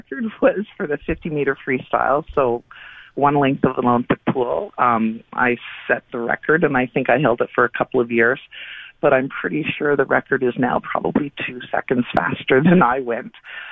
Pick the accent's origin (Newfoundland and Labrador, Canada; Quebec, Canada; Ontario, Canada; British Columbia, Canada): Quebec, Canada; Pointe-Claire; I was very, very, very pleased to be able to compete in my hometown.